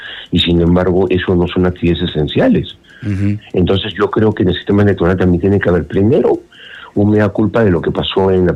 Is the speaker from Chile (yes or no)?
no; Peru